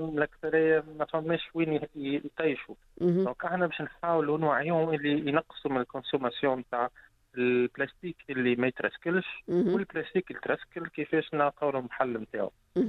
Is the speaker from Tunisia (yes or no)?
yes; Tunisia; نبداو من الاول انه نوريو لهم شنو عندنا في تونس